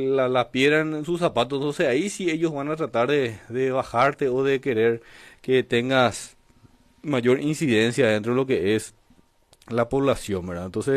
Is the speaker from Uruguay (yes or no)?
no; Paraguay